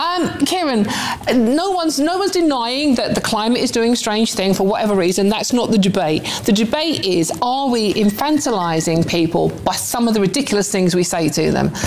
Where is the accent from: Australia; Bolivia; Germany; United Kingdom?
United Kingdom; because we're British and we talk about the weather a lot.